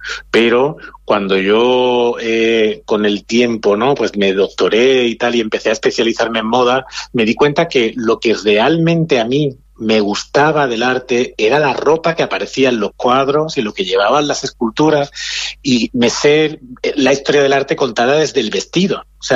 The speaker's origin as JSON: {"language": "Spanish", "town": "Cádiz", "region": "Andalusia", "country": "Spain", "lives_now": "Granada, Spain", "said": "Bueno, yo soy de Cádiz."}